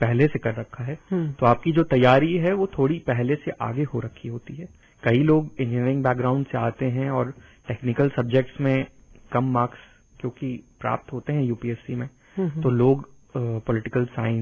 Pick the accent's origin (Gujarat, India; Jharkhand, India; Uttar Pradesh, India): Jharkhand, India; Ranchi; born or raised there